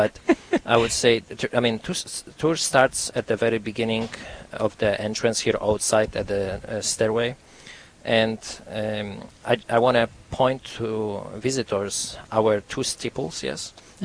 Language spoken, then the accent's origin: English; Poland; English is a second language; now in United States; we are Catholics, and I grew up in Poland, in a Catholic country. When I arrived to the United States